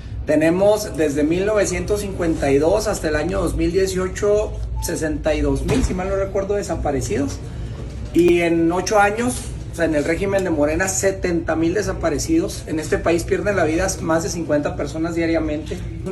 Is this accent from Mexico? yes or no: yes; Mexico